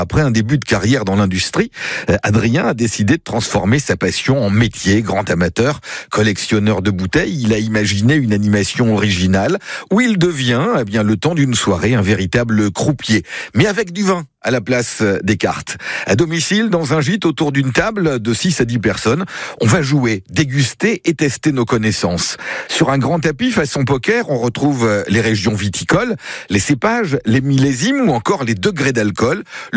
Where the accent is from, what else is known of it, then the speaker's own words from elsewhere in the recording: Centre-Val de Loire, France; Alors c'est vrai, quand on pense aux vacances chez nous en Touraine, on imagine souvent les châteaux, les balades à vélo.